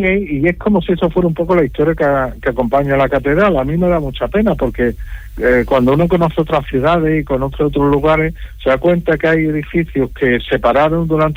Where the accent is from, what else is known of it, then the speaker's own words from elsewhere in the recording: Málaga, Andalusia, Spain; yo soy malagueño